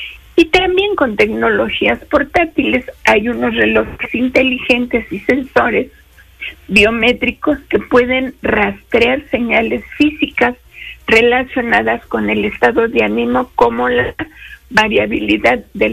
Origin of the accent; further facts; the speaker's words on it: Mexico; nosotros somos los mexicanos